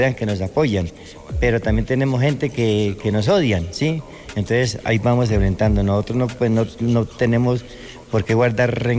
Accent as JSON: {"language": "Spanish", "country": "Colombia", "said": "porque ellos son colombianos, ¿sí? Y nosotros también somos colombianos."}